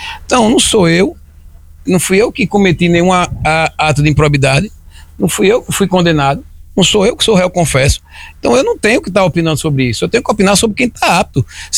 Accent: Northeast Region, Brazil; eu sou nordestino

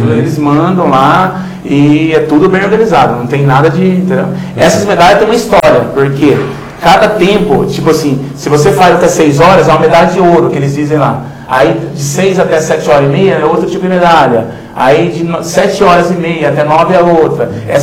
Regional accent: Brazil; eu morava, eu sou da Vila Querosene, eu nasci lá. Nasci na Vila Querosene.

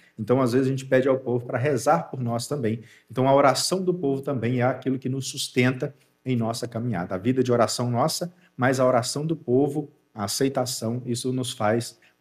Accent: Itabirinha, Minas Gerais, Brazil; Eu sou natural de Itabirinha, então foi lá que surgiu, né, o início da minha vocação

